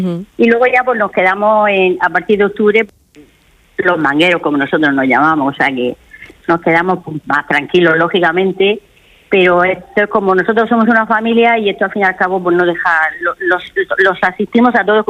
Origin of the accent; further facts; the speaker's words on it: Cartagena, Region of Murcia, Spain; Somos cartageneros, pero el higo, eso es muy muy murcianico